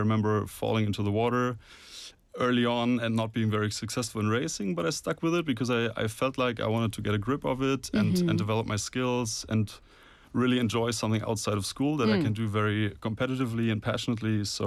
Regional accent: Hamburg, Germany; moved away as an adult; also born or lived in Boston / Copenhagen / Milan; now in Busan, South Korea; I was born in 1998 in the beautiful city of Hamburg in northern Germany

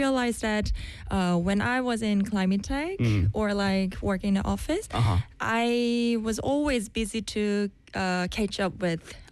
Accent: Seoul, South Korea; moved away as an adult; also born or lived in Germany; now in Busan, South Korea; I'm a pole dancer in Busan. I am from Seoul, but I recently moved to Busan.

